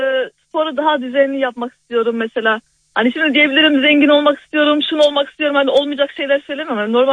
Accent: Tilburg, North Brabant, Netherlands; Evet, burada doğdum büyüdüm.

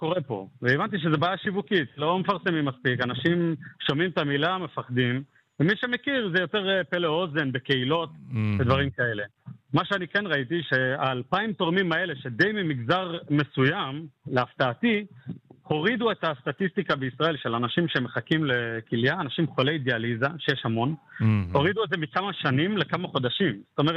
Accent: Rehovot, Central District, Israel; רחובות, עיר שגדלתי בה

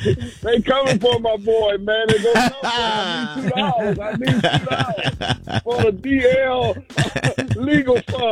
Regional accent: Washington, District of Columbia, United States; Man, everything is great. I'm in Washington, D.C., my hometown.

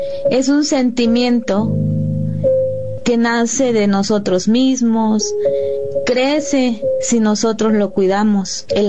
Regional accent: Huejutla de Reyes, Hidalgo, Mexico; mi profesión es la docencia. Soy originaria del Xuchil, Huejutla, Hidalgo.

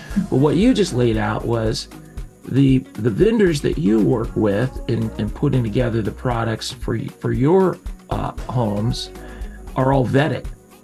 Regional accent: Seattle, Washington, United States; I could tell you that I grew up here in the Seattle area, and pretty much all my life

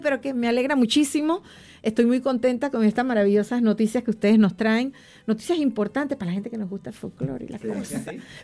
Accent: Panama; Porque nosotros panameños somos. Panameño, sí.

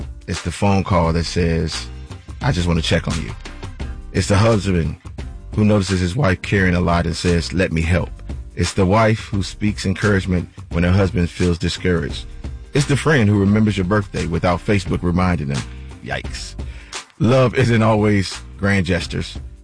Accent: Chicago, Illinois, United States; I'm from Chicago. Definitely the quiet storm.

